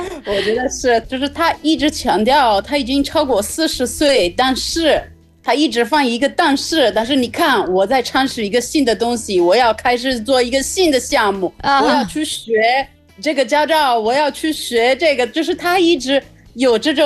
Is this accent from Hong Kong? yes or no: no; Italy; moved away; 来自意大利。